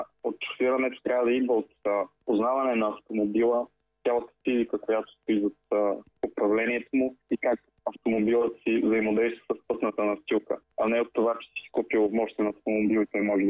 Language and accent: Bulgarian; Kochan, Blagoevgrad Province, Bulgaria; Значи аз съм на 22 години от село Кочан, община Стовче, Гоцеделчество.